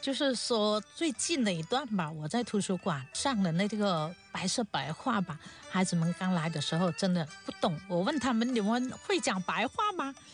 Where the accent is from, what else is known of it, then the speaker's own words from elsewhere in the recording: Baise, Guangxi, China; 我也是土生土长的白色人吧。